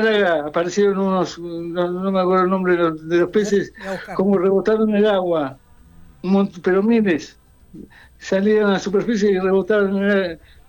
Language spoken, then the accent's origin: Spanish; Argentina; now in Spain; Soy argentino